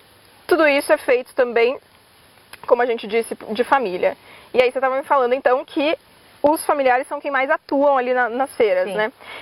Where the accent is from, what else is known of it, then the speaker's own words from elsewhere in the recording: Itatiba, São Paulo, Brazil; Eu sou de Itatiba, né, Yumi?